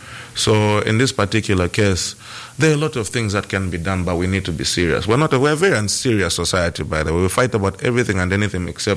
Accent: Lusaka, Lusaka Province, Zambia; I come from Lusaka Central. I was born and raised in Lusaka Central.

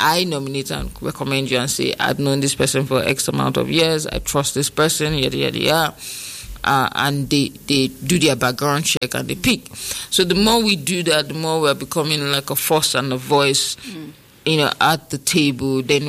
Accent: Nigeria; I'm Nigerian

